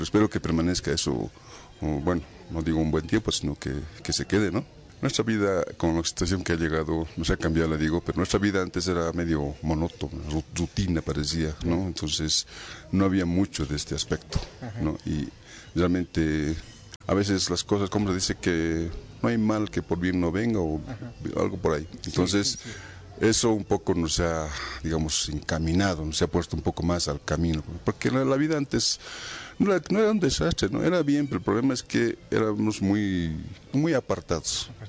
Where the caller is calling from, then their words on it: Cochabamba, Bolivia; Yo estoy aquí en Illao, pero yo vivo en Cochabamba, ¿no?